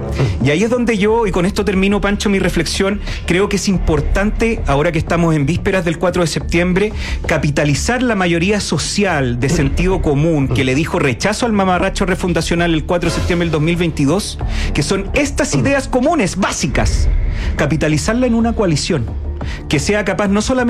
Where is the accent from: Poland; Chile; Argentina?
Chile; nos formamos, nos criamos, nos educamos en el Chile de los supercampeones, de Dragon Ball Z, de los Caballeros del Zodiaco.